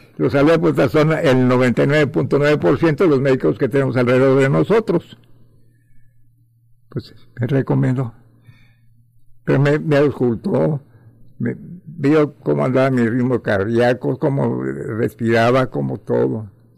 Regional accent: Mexico; now in Cancún, Mexico; soy más mexicano que los meros chiles de nogada.

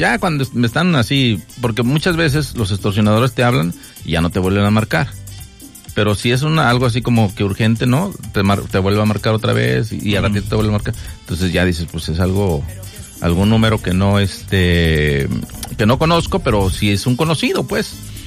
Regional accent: Mexico; Así somos los mexicanos.

